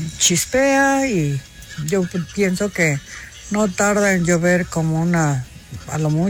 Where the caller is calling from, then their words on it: Mexico City, Mexico; reportando para Romo desde la Alcaldía Álvaro Obregón, Colonia Tizapán, San Ángel.